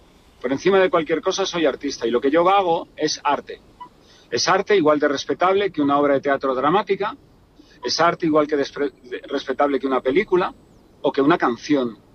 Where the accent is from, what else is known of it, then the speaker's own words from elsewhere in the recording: Galicia, Spain; el reflejo en el mar, en mi tierra, además en Galicia.